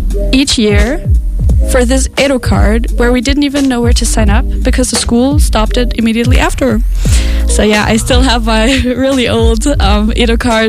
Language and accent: English; Vorarlberg, Austria; now in St. Pölten, Austria; I am from Vorarlberg. I am a long way from here, 5 hours.